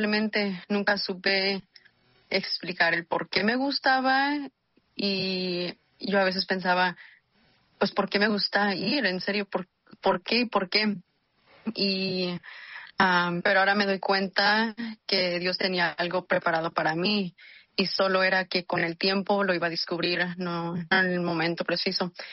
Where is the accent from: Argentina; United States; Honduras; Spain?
United States; Anderson, California; also born or lived in Sacramento; Sí, yo crecí aquí en el área de Reading, más específicamente en Anderson. Mientras que estudiaba, sí viví en Sacramento por unos años, pero luego regresé aquí al área norte de California